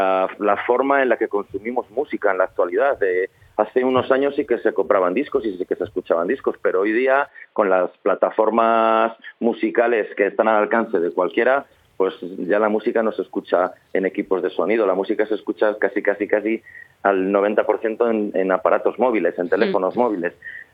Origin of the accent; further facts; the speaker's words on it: Valladolid, Castile and León, Spain; nosotros, que estamos un poquito más abajo, que somos de Valladolid.